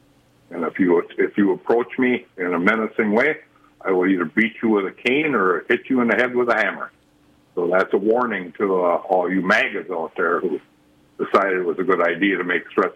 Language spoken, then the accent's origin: English; United States